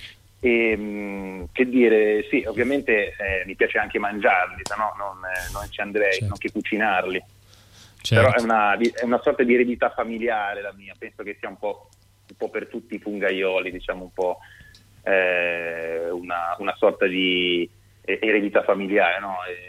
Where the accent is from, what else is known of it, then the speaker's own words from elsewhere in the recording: Liguria, Italy; now in Tuscany, Italy; io sono ligure, quindi una volta arrivato in Toscana ho scoperto anche un modo diverso di andare per boschi